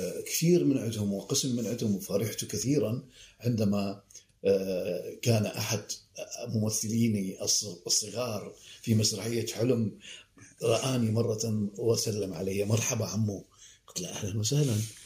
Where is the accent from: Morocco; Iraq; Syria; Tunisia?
Iraq; now in Sweden; أنا أذهب كعراقي من أصل عراقي